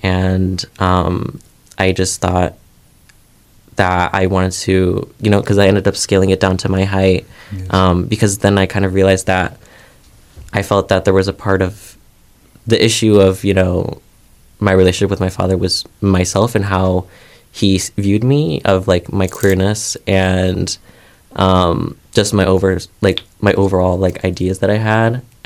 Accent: Minooka, Illinois, United States; growing up, I grew up in Minooka, and after my father's deportation, we were all uprooted

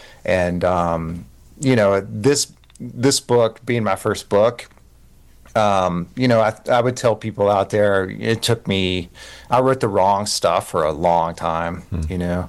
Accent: Kentucky, United States; I grew up in Eastern Kentucky

